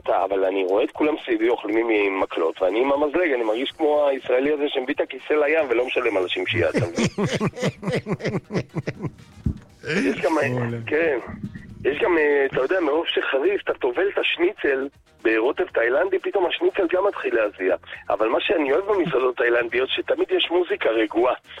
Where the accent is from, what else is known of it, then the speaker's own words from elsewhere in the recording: Rishon LeZion, Central District, Israel; אני גדלתי בראשון